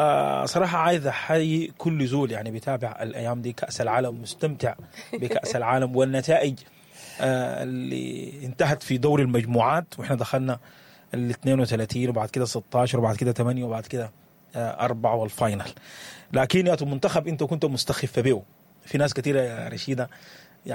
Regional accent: Sudan

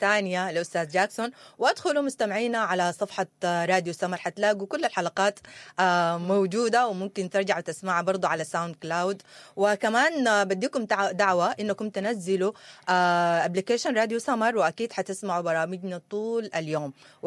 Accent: Sudan; ودي الحاجة اللي احنا كشعب سوداني بنعاني منه.

